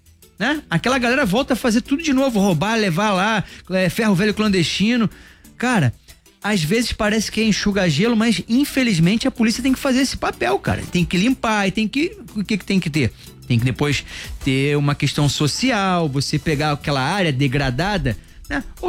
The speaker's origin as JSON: {"language": "Portuguese", "town": "Niterói", "region": "Rio de Janeiro", "country": "Brazil", "moved": "yes", "lives_now": "Rio de Janeiro, Brazil", "said": "Eu que sou de Niterói, tô morando aqui no Rio de Janeiro."}